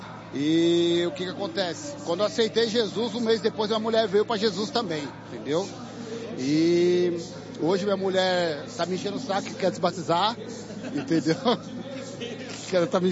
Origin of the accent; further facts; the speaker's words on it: São Paulo, Brazil; eu sou lá do Jardim Boa Vista, Butantã, São Paulo.